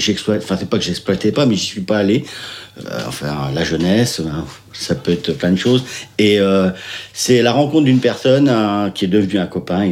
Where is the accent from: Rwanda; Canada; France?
France; Le Mans, Pays de la Loire; moved away as an adult; now in Rochefort-en-Terre, France; Je suis originaire du Mans à la base.